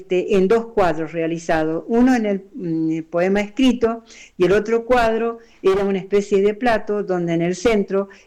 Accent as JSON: {"language": "Spanish", "town": "La Plata", "region": "Buenos Aires Province", "country": "Argentina", "said": "Muy buenas noches … de La Plata, poeta, escritora, declamadora, investigadora de tango."}